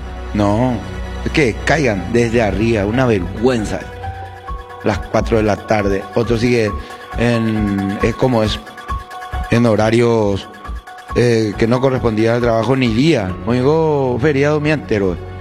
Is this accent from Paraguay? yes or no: yes; Paraguay; sí somos paraguayos.